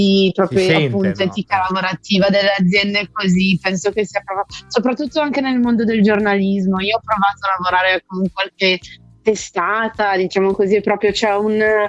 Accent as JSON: {"language": "Italian", "town": "Milan", "region": "Lombardy", "country": "Italy", "moved": "as an adult", "lives_now": "Scotland, United Kingdom", "said": "Io sono di Milano."}